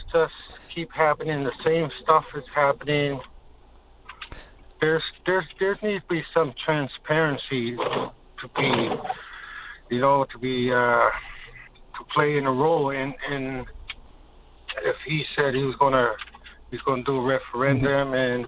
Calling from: Sheshatshiu, Newfoundland and Labrador, Canada; I'm an Indigenous person. I'm calling from Shishachu.

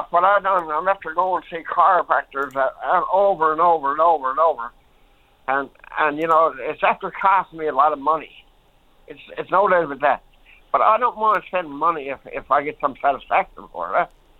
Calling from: St. Lawrence, Newfoundland and Labrador, Canada; I'm calling from St. Lawrence.

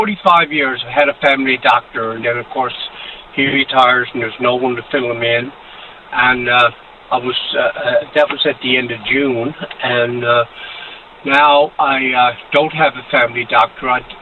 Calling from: Flat Rock, Newfoundland and Labrador, Canada

